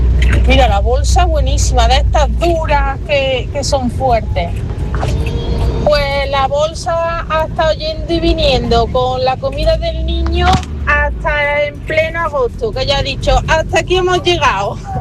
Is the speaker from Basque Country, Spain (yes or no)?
no; Seville, Andalusia, Spain